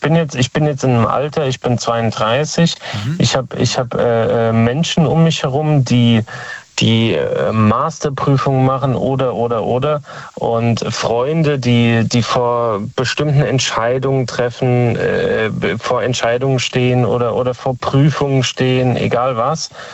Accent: Speyer, Rhineland-Palatinate, Germany; Aus Speyer.

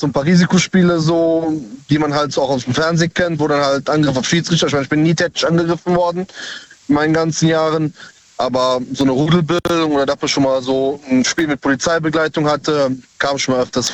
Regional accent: Cologne, North Rhine-Westphalia, Germany; Aus Köln.

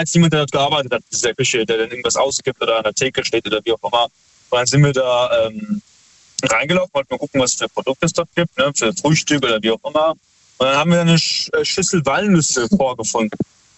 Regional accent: Heidelberg, Baden-Württemberg, Germany; Wir sind aus Heidelberg.

